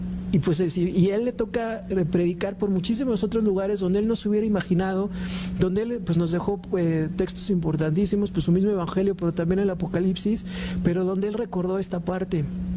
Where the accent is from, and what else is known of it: Mexico